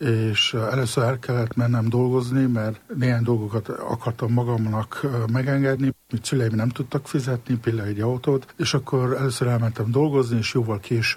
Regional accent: Luxembourg; Hát szüleim 56-ban mentek ki Luxemburgba, és hát én akkor ott születtem.

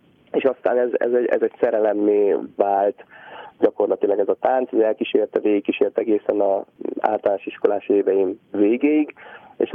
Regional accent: Zánka, Veszprém County, Hungary; also born or lived in Tapolca; én 83-ban születtem Tapolcán, és Zánkán gyerekeskedtem

